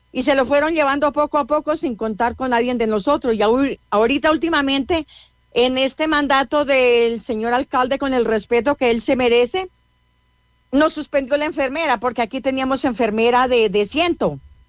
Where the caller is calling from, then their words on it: Paipa, Boyacá, Colombia; estamos a 3 horas, a más de 3 horas del hospital de Paipa. Somos la vereda de Paipa más retirada.